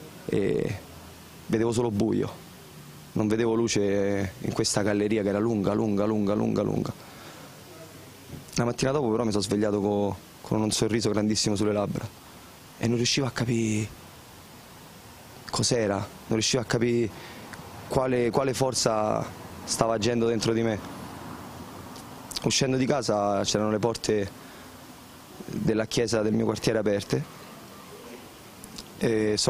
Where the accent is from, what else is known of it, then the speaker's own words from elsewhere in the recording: Rome, Lazio, Italy; now in Piglio, Italy; ho 27 anni e vengo da Roma.